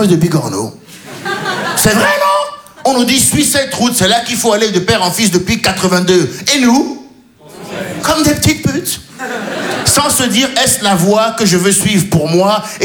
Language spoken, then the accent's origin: French; Benin; Je me dis, je suis franco-béninois. Ouais, ben, je me dis maintenant, quand les impôts ils viennent, je suis béninois.